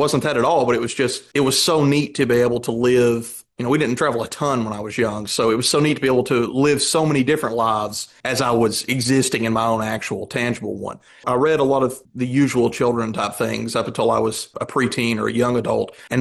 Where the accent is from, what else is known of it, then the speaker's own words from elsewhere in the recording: Kentucky, United States; It's obviously very rural. I'm from Kentucky, District 5. It's the congressional district. I think it is the poorest congressional district in the United States, metrically speaking.